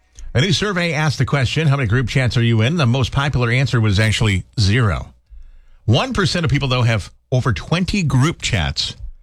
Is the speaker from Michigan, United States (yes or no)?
yes; Michigan, United States; moved away; And now I'm going back to Michigan in August, my hometown.